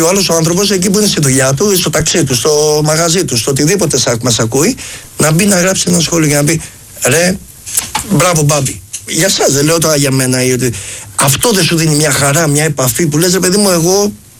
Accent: Kyllini, Western Greece, Greece; Από την Αμαλιάδα. Βασικά με την Κυλίνη. Ψαροχώρη της Κυλίνης.

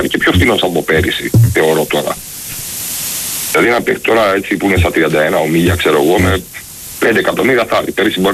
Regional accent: Chania, Crete, Greece; Από τα Χανιά είμαι, σου πάει. Είμαι από τα Χανιά.

